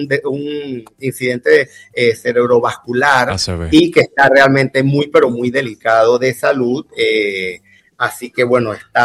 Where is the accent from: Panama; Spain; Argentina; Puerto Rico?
Panama; nosotros como panameños.